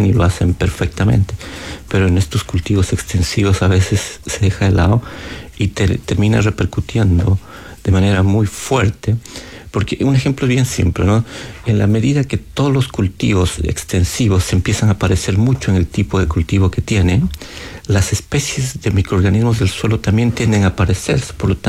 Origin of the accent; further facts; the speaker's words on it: Bolivia; now in Chile; Comparado con Sudamérica, yo por ejemplo que vengo de Bolivia y todo, Chile definitivamente es una potencia en términos de investigación en Latinoamérica, ¿no?